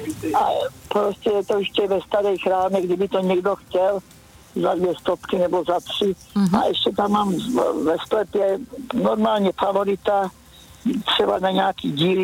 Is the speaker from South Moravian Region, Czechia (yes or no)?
no; Prosečné, Hradec Králové Region, Czechia; Prosečné.